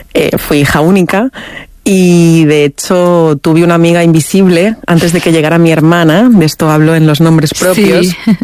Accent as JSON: {"language": "Spanish", "town": "Madrid", "region": "Community of Madrid", "country": "Spain"}